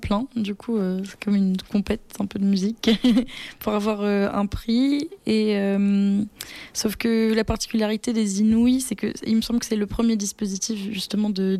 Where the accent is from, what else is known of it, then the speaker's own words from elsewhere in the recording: Nouvelle-Aquitaine, France; moi, j'ai grandi en Charente, pas, où il n'y avait pas la mer, du coup, mais de la très belle campagne.